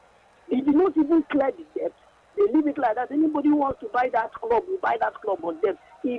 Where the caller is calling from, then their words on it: Port Harcourt, Rivers, Nigeria; I'm calling from Port Harcourt.